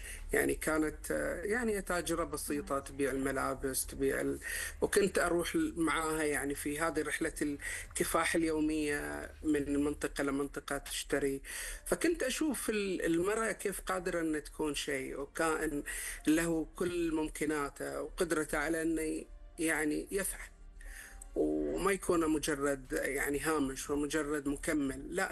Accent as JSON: {"language": "Arabic", "region": "Eastern Province", "country": "Saudi Arabia", "tie": "born or raised there", "said": "كوني يمكن انا عشت في بيت، يعني كان بيت بسيط جدا مثل كل بيت يعني في المملكه العربيه السعوديه وفي شرق المملكه"}